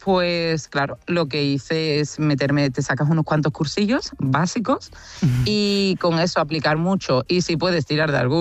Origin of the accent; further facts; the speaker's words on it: Cádiz, Andalusia, Spain; yo que soy del sur, yo que soy de Cádiz y que estudio en Sevilla